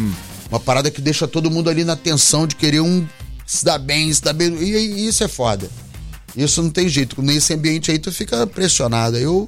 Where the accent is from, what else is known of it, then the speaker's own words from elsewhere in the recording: Rio de Janeiro, Brazil; born there; Teatro Bangu, lá onde, pertinho de onde eu nasci. Nasci na Rua das Artes.